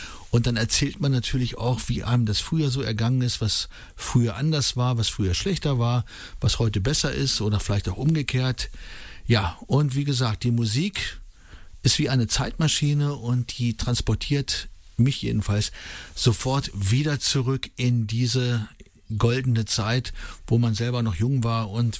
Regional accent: Uslar, Lower Saxony, Germany; Bei uns in Uslar hieß der besagte, ja, die besagte Kneipe, wo man immer hingegangen ist, beziehungsweise Diskothek, die hieß der Korken.

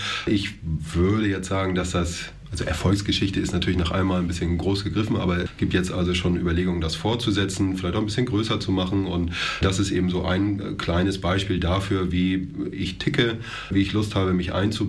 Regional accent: Flensburg, Schleswig-Holstein, Germany; now in Roßdorf, Germany

